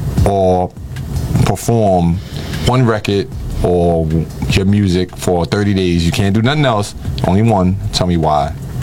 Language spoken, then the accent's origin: English; New York, United States; for me, I'm a New Yorker, I've been to Atlanta a bunch of times